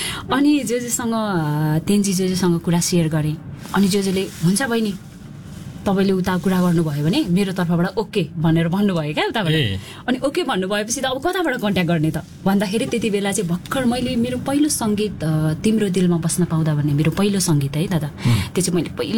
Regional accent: Koshi Province, Nepal; moved away as an adult; now in Kathmandu, Nepal; Serofero Jhapa.

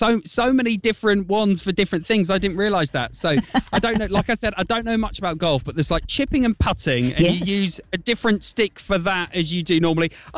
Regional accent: Sennelager, North Rhine-Westphalia, Germany; And that is when I was a military child. I grew up in Sennelager in Germany.

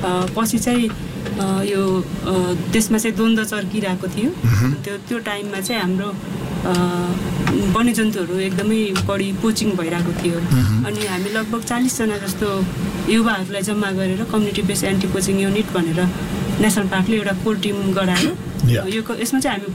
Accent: Lumbini Province, Nepal; म चाहिँ बर्दियामै जन्मिएर हुर्किएँ

